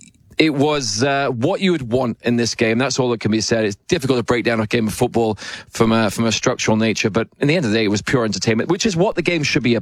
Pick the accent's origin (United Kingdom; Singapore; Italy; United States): United Kingdom; England; I mean, I'm from England, of course.